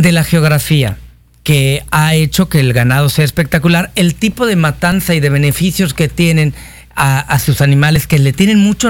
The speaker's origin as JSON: {"language": "Spanish", "country": "Mexico", "said": "decimos somos mexicanos y llevamos la bandera y el nopal en el corazón"}